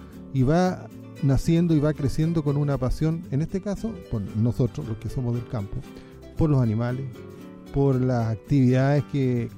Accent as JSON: {"language": "Spanish", "town": "Colina", "region": "Santiago Metropolitan Region", "country": "Chile", "tie": "born there", "said": "usted se está encontrando con un nacido en Esmeralda, un esmeraldino. Yo siempre he dicho colinano porque en la comuna, pero yo soy nacido en Esmeralda también."}